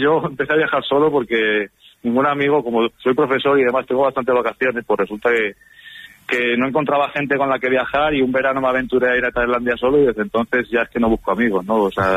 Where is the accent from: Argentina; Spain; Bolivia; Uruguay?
Spain; Zamora, Castile and León; now in Barcelona, Spain